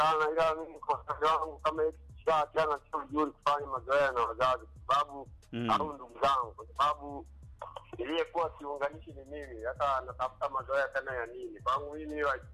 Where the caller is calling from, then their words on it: Mwanza, Tanzania; na wakilisha kanda za Kitesa Mwanza.